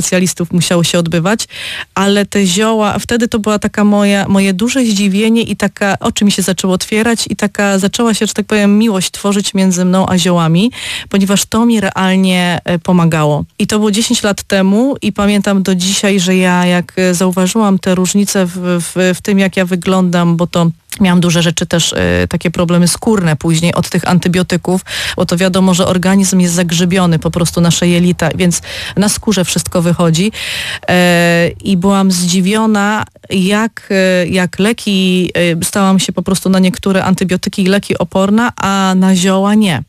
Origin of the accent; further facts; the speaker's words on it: Opole, Opole Voivodeship, Poland; born there; Tak, ja się urodziłam w Opolu.